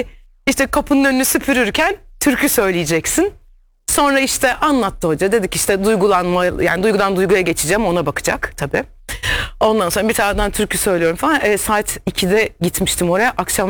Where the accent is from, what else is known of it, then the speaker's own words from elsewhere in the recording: Black Sea Region, Turkey; Hani bambaşka yani, hani Karadeniz canım memleketim yani, o kadar seviyorum ki.